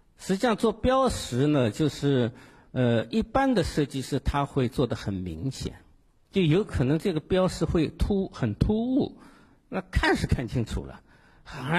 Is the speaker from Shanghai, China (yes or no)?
yes; Shanghai, China; 在里边我们上海人就很服帖